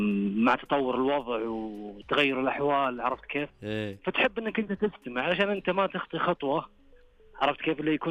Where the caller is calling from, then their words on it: Abha, Asir, Saudi Arabia; أنا أكلمك من أبها